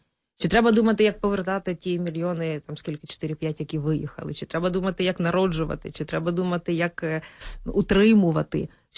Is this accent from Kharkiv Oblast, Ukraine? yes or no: no; Sumy Oblast, Ukraine; я теж з Сумщини